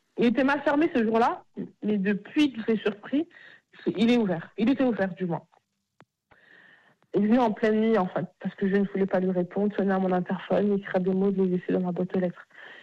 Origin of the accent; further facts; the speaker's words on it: Bagneux, Île-de-France, France; Parce que moi, je viens de Bagneux.